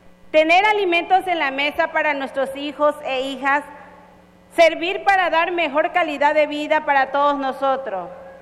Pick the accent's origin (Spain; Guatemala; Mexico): Mexico; Buenavista, Tabasco; vengo de Buenavista, primera sección, zona Yocotán.